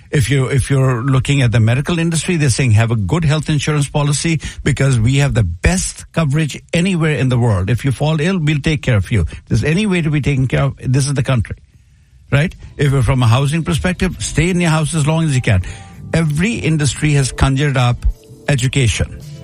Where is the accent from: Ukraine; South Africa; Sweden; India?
India; now in United States